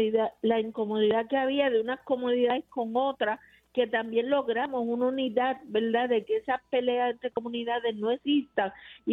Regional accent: Loíza, Puerto Rico; la historia tan rica que tenemos

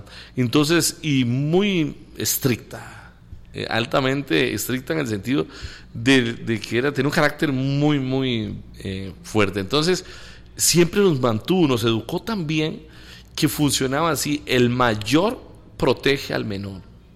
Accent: Guápiles, Limón, Costa Rica; also born or lived in San Vito, Coto Brus; me trajo para Guápiles. Entonces yo crecí en Guápiles, soy guapileño, de una familia muy muy no humilde, de escasos recursos.

